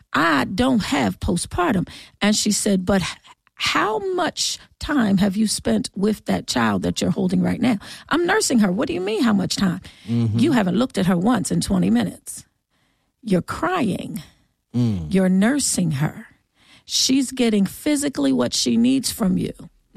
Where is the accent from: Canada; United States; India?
United States; New Jersey; also born or lived in Philadelphia; So I was born and raised in Jersey.